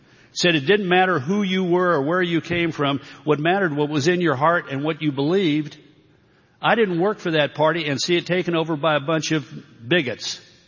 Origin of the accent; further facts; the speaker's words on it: Texas, United States; But by God, I cared about being a Texan.